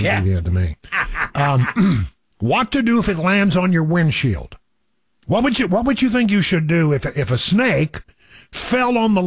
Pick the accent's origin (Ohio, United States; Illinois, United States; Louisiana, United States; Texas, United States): Texas, United States; now in Nashville, United States; Well, it's because I grew up in West Texas where the snakes can kill you.